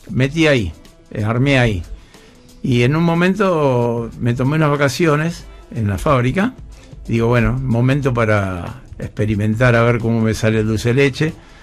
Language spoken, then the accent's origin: Spanish; Luján, Buenos Aires Province, Argentina; born there; somos todos de Santa Fe. Yo nací en Luján